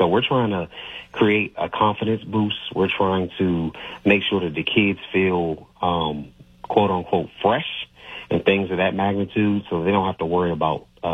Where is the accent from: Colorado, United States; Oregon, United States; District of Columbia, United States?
District of Columbia, United States; Washington; now in North Carolina, United States; Well, I grew up in Washington, D.C.